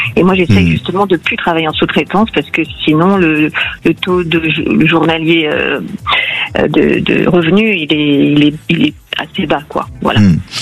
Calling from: Aix-en-Provence, Provence-Alpes-Côte d'Azur, France; je vous appelle d'Aix-en-Provence.

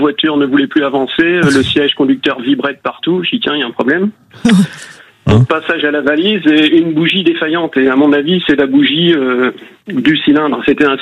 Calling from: Nouvelle-Aquitaine, France; je suis entre Poitiers et Limoges, donc il fait très chaud.

